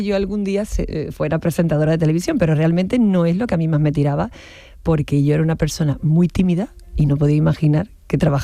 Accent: Seville, Andalusia, Spain; accent: Andalusian

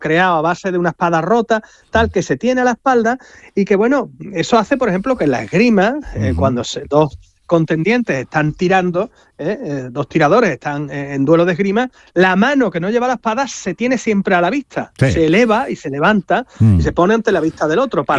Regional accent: Cádiz, Andalusia, Spain; yo que soy gaditano.

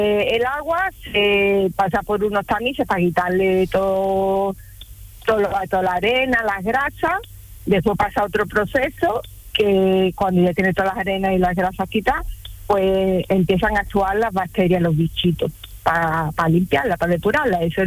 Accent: Ladín el Grande, Andalusia, Spain; Pues mira, voy para Manilva, soy de Ladín el Grande, y estoy aquí en la carretera que empieza para Ojem.

